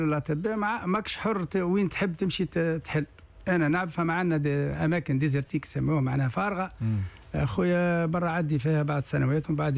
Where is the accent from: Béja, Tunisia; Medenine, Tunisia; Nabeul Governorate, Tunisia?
Medenine, Tunisia; Ben Gardane; لا لا لا هي اصيله اصلها من بنقردان كيفي